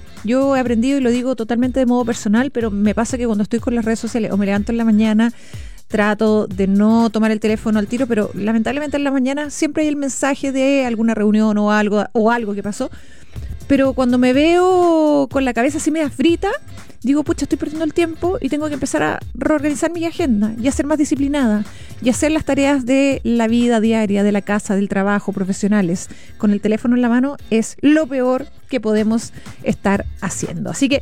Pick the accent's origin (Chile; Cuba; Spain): Chile